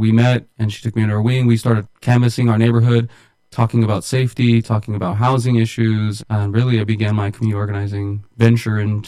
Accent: Modesto, California, United States; Yeah, I grew up in the hood. I grew up in West Modesto.

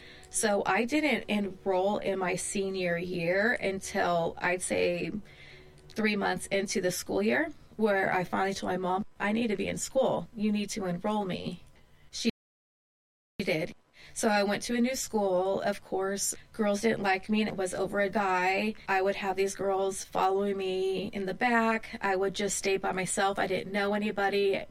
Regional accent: Hayward, California, United States; I grew up in the Bay Area from Hayward. I think I've lived in every inch of Hayward that you could think of.

